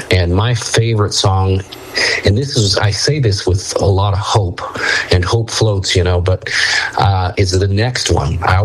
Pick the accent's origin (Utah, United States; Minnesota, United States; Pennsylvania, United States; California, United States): Utah, United States; You know, growing up in Utah, if you grow up as a rural kid here in Utah, hunting is kind of the family vacation.